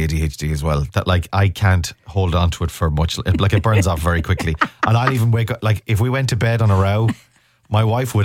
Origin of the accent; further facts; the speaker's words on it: Ireland; I am Irish. We do not deal with the row.